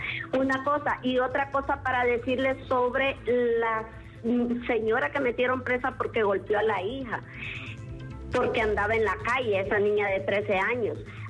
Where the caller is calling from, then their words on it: Francisco Morazán, Honduras; del Hato de en Medio.